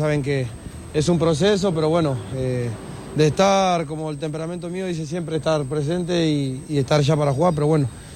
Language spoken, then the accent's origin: Spanish; Argentina; Uno como argentino, la gana siempre está de volver